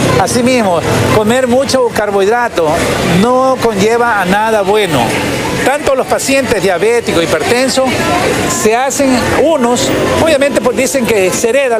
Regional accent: Manabí, Ecuador; now in El Empalme, Ecuador; yo soy manabita

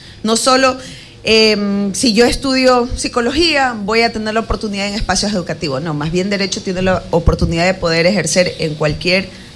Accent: Valencia, Los Ríos, Ecuador; now in Quevedo, Ecuador; mi corazón casi siempre está dividido valenciano, quevedeña

